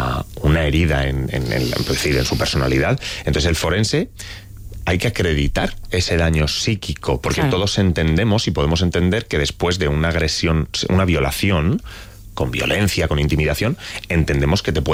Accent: Elda, Valencian Community, Spain; yo soy de Elda, de Alicante

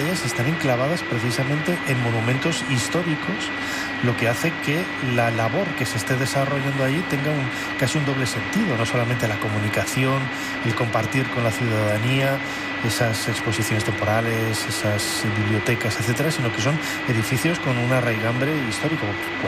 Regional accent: León, Castile and León, Spain; born there; also born or lived in Valladolid; Además, bueno, yo nací en León, viví en Valladolid

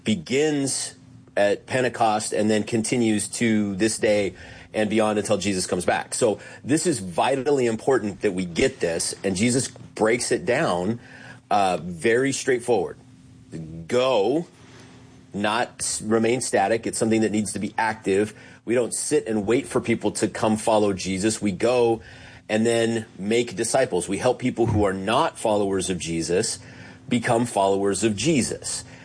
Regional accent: Pacific Northwest, United States; born or raised there; moved away as an adult; also born or lived in California / Idaho / Nevada; now in Sioux Falls, United States

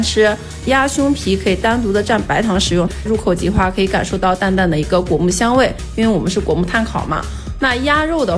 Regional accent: northern China, China; 因为我是个北方人嘛，所以不喜欢吃特别甜的一个口感了。

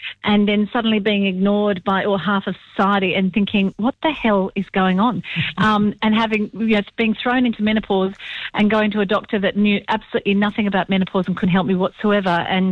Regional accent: Canberra, Australian Capital Territory, Australia; I grew up in Canberra and I still remember your jingle from when I used to listen to you when I was a kid.

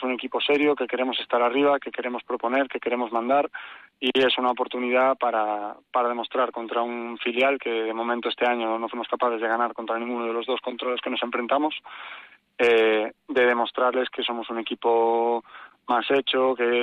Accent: Santiago de Compostela, Galicia, Spain; moved away

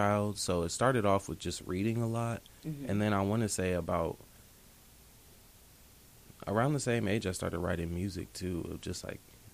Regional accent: Muskegon, Michigan, United States; now in Kalamazoo, United States; I'm from Muskegon, Michigan. I've lived in Kalamazoo for about 6 years now.

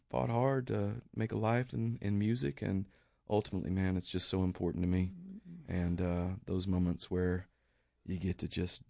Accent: Nashville, Tennessee, United States; now in Juneau, United States; I mean, I grew up right around Nashville and was there for 5 or 6 years, but I kind of got done with that city, and I needed something different. And that's how I arrived in Juneau.

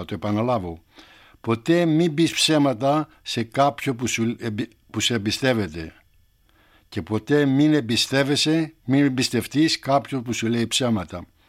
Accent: Greece; σαν Έλληνας

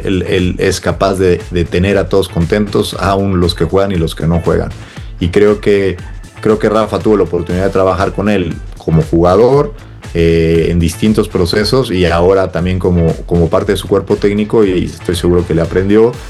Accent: Mexico; lo hemos vivido como mexicanos

